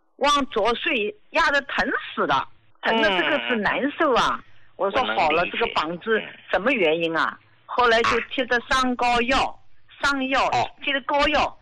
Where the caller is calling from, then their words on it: Jiangsu, China; 我今年73岁，我是江苏的。